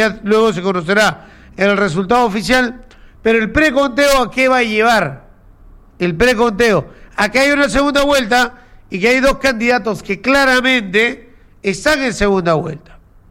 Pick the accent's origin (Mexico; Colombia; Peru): Peru